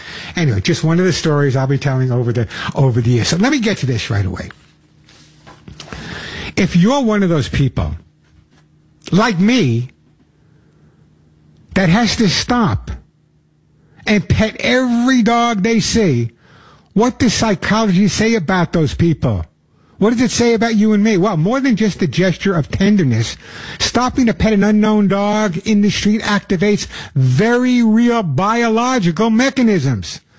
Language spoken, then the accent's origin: English; New York, United States; I know I lost my accent. I know it's hard to tell I'm from New York, but I am Long Island.